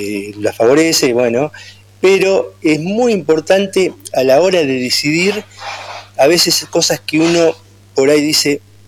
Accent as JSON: {"language": "Spanish", "town": "Campana", "region": "Buenos Aires Province", "country": "Argentina", "said": "nosotros somos de Campana"}